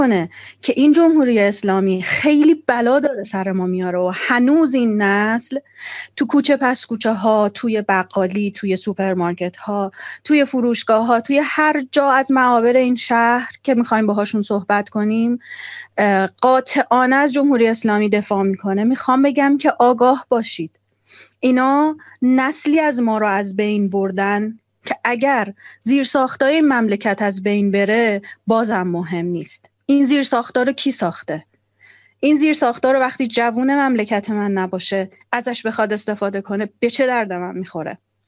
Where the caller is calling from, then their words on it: Tehran, Tehran Province, Iran; من از تهران هستم، از 18 و 19 دی برگشتم.